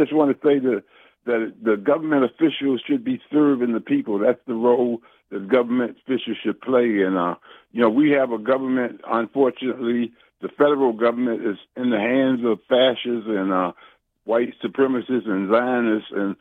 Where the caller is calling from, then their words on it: Fort Washington, Maryland, United States; I'm from the Fort Washington, Maryland.